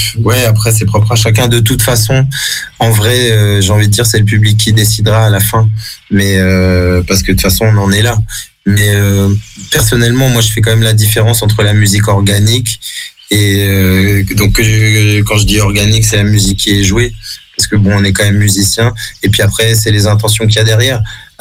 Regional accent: Saint-Étienne, Auvergne-Rhône-Alpes, France; born there; moi, je suis né à Saint-Étienne.

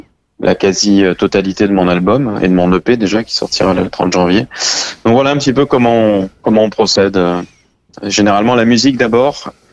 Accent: France; chez nous en France.

